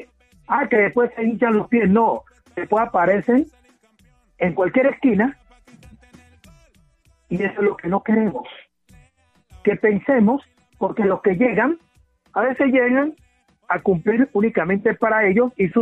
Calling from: Colombia; como porteños y como colombianos

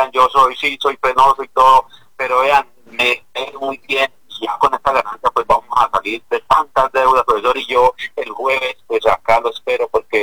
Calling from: Garagoa, Boyacá, Colombia; lo estoy llamando de Garagoa aquí, Garagoa y acá.

